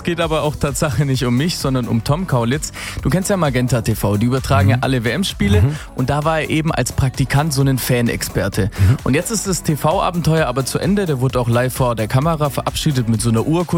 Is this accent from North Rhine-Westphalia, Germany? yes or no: no; Tübingen, Baden-Württemberg, Germany; So, meine Heimatstadt Tübingen, die wird mich hoffentlich unterstützen, Yvonne.